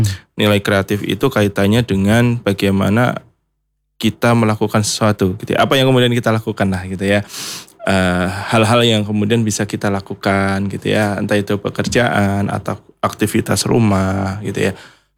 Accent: Brebes, Central Java, Indonesia; born there; moved away; saya kan aslinya Brebes ya

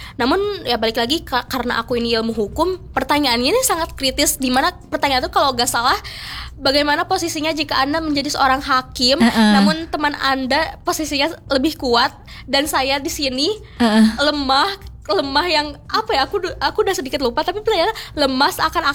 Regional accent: Sukabumi, West Java, Indonesia; Aku dari Sukabumi.

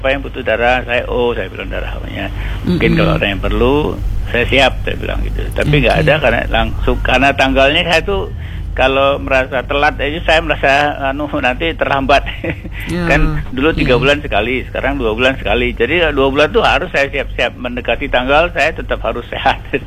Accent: Bangka Belitung Islands, Indonesia; now in Yogyakarta, Indonesia; saya asli Pulau Bangka, Bangka Belitung.

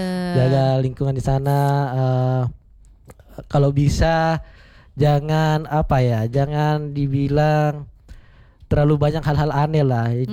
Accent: Polewali Mandar, West Sulawesi, Indonesia; now in Yogyakarta, Indonesia; Budaya Jogja kita kenali, juga kita membawa budaya kita yang berasal dari Polimandar kita kenalin juga di sini.

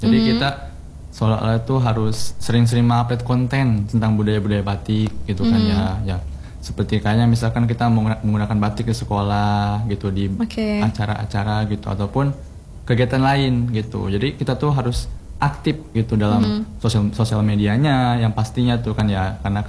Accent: Banten, Indonesia; Masih sama dengan daerah saya juga. Kan saya ada kan dari Kabupaten Tangerang ya.

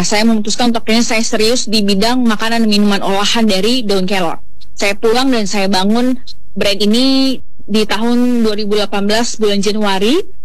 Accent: East Nusa Tenggara, Indonesia; moved away; saya lahir dan besar di Pulau Timor, kemudian saya pergi merantau, saya melihat dunia luar

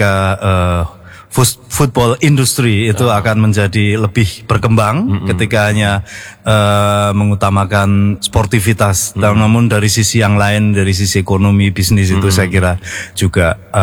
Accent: Surakarta, Central Java, Indonesia; now in Surabaya, Indonesia; Kebetulan saya dari Solo, jadi kami dari Pasopati Solo yang ada

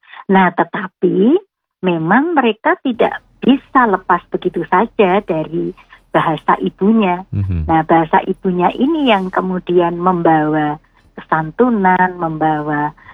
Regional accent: Java, Indonesia; Kita sendiri sebagai orang Jawa, kita ini dalam suasana diglosik, artinya kita menggunakan bahasa Jawa dan bahasa Indonesia sama baiknya.

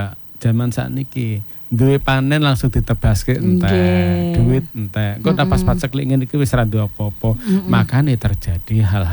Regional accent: Java, Indonesia; Kita wong Jawa dulu nek madang itu enggak hanya beras saja ya.

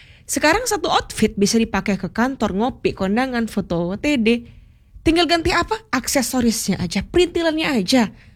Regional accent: Bali, Indonesia; Zuzur, aku sebagai orang Bali sangat approve dengan ala-ala berkain tema

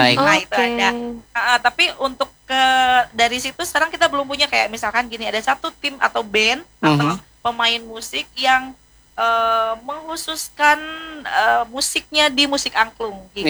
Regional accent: West Java, Indonesia; Kita orang Sunda punya nada sendiri namanya daminatilada.

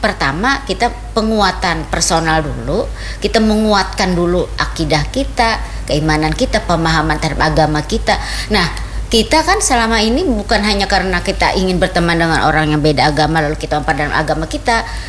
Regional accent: South Kalimantan, Indonesia; memang kultur kita orang Banjar ini cenderung ya jerpian tadi istilahnya alergi lah

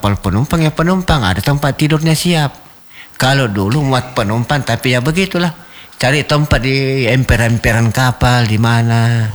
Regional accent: South Sulawesi, Indonesia; moved away; kita nih orang Bugis merantau, orang Sulawesi Selatan

